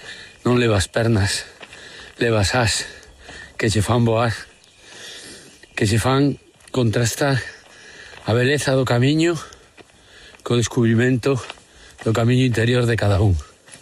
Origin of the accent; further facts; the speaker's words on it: Galicia, Spain; eu como galego me reforza dun xeito moi especial